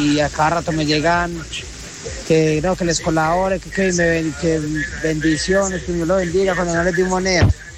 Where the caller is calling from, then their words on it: Barbosa, Antioquia, Colombia; yo vivo en Barbosa